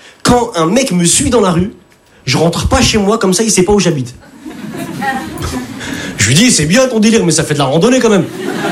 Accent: Lille, Hauts-de-France, France; now in Paris, France; Je viens d'arriver sur Paris. Je viens de Lille.

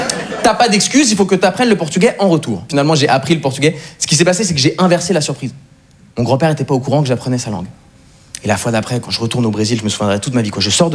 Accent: Switzerland; born or raised there

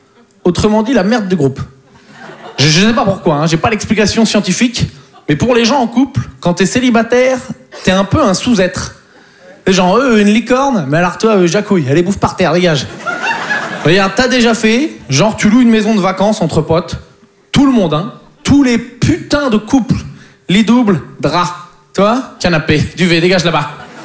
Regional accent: Poitiers, Nouvelle-Aquitaine, France

